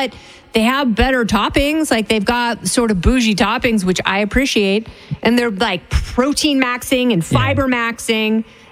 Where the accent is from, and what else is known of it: Oregon, United States